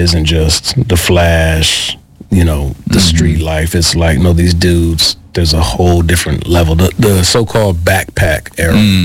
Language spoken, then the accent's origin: English; Midwest, United States; growing up in the Midwest